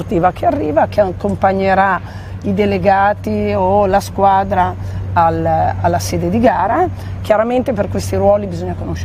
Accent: Imperia, Liguria, Italy; moved away as an adult; now in Taranto, Italy; Io sono di Imperia

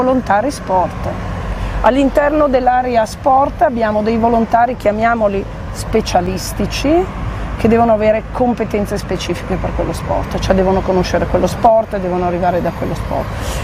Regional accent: Imperia, Liguria, Italy; Io sono di Imperia.

